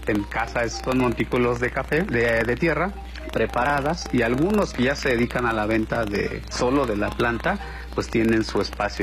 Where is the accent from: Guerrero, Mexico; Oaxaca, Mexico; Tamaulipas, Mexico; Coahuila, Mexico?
Oaxaca, Mexico; Tanetze de Zaragoza